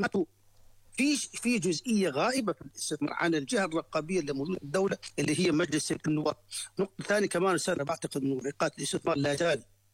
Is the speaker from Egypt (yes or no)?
no; Jordan; عندنا في الاردن